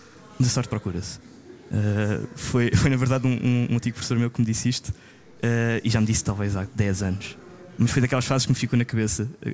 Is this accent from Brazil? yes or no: no; Alcobaça, Leiria, Portugal; Sabe, eu venho de Alcobaça e desde muito cedo eu soube que queria ir para a música